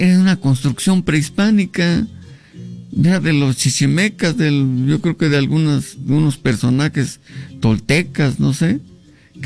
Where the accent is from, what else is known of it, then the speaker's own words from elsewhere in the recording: Zimapán, Hidalgo, Mexico; born there; mi pueblo es único, mi pueblo es, bueno, hasta agua caliente tiene